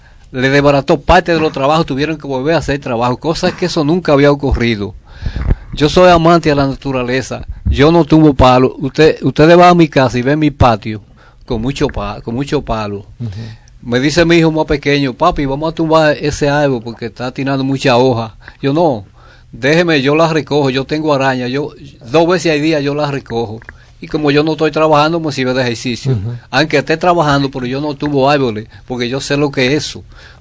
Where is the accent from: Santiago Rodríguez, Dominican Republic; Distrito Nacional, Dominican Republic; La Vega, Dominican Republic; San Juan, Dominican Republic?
La Vega, Dominican Republic; Nosotros vivimos Carrera de Palmas justamente frente a esa montaña.